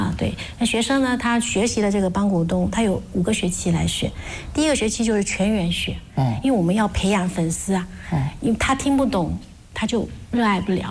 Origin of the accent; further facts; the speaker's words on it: Fujian, China; also born or lived in Quanzhou; 其实我们小时候的时候就是一直听那个蒲县戏长大的